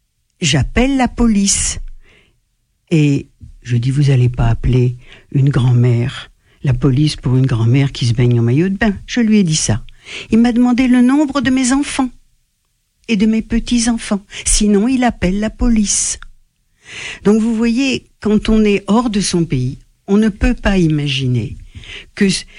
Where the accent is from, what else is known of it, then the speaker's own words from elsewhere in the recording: France; Moi, femme française